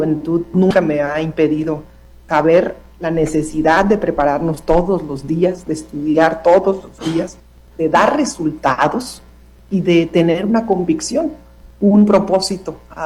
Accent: Mexico

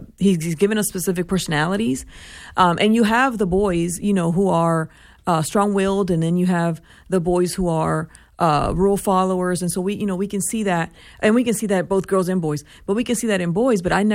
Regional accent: Puerto Rico; I know in my culture growing up in Puerto Rico, fathers went to work and mothers stayed home, and we were raised by our moms.

